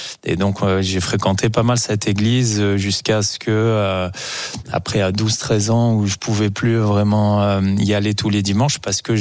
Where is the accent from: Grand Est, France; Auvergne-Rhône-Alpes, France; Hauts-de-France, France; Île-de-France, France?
Auvergne-Rhône-Alpes, France; Froges; Frauges, Frauges là où j'ai grandi